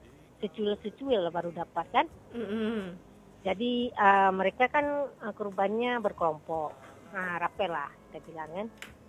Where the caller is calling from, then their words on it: Sabang, Aceh, Indonesia